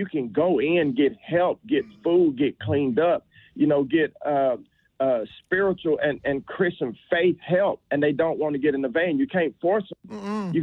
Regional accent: Texas, United States; I'm always glad to be back in the great state of Texas, and I love the people of Houston.

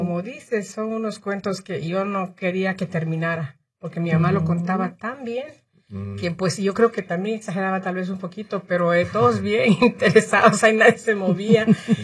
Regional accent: Cochabamba, Bolivia; Yo soy de Bolivia, Cochabamba, mi ciudad

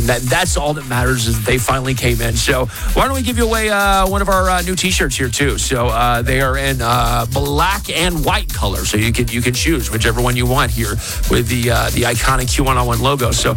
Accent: Thomasville, Alabama, United States; born there; moved away; I went to and graduated high school in Thomasville. So I grew up a large part of my life there.

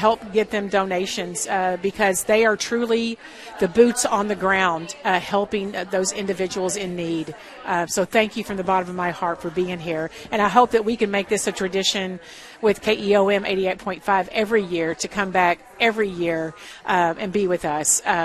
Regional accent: Mesquite, Texas, United States; I grew up in Mesquite, and I graduated from North Mesquite many, many years ago

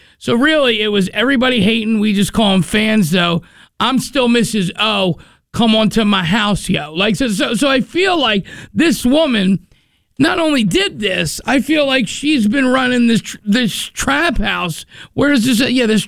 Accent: Philadelphia, Pennsylvania, United States; We're from Philadelphia.

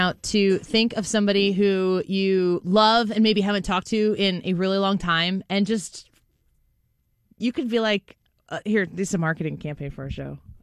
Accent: Illinois, United States; I'm from Illinois

